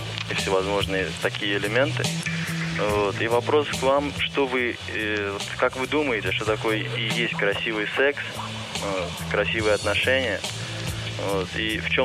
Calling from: Baku, Azerbaijan; Я сам из Баку.

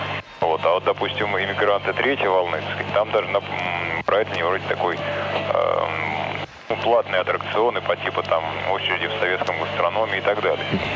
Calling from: Volgograd, Volgograd Oblast, Russia; Вот, я тут сам из Волгограда. Нас тут с декабря присоединили к «Эхо Москвы».

